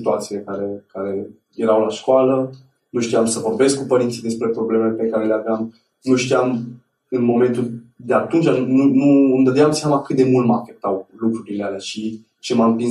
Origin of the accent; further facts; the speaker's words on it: Mehedinți County, Romania; born there; Eu m-am născut în Turnul Severin, undeva pe lângă Turnul Severin, într-un sat.